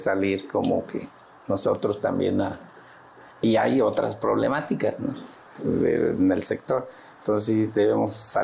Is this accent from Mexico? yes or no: yes; Veracruz, Mexico; soy de Veracruz